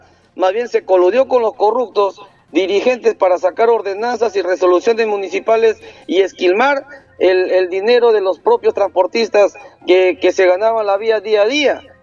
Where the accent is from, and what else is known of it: Lambayeque, Peru